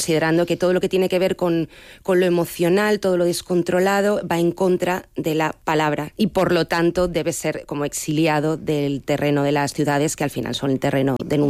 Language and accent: Spanish; Madrid, Community of Madrid, Spain; Yo soy de Madrid, sí.